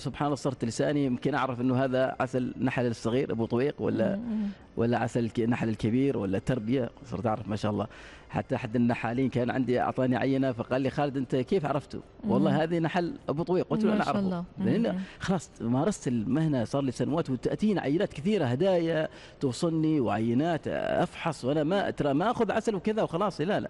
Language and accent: Arabic; Oman